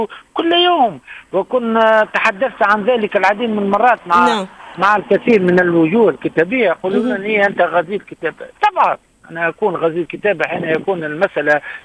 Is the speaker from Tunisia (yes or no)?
yes; Tunisia